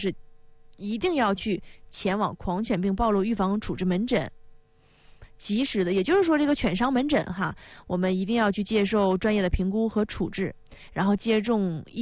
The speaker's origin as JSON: {"language": "Chinese", "region": "Northeast China", "country": "China", "accent": "Northeastern dialect", "said": "就是我们东北话说的它沙挺"}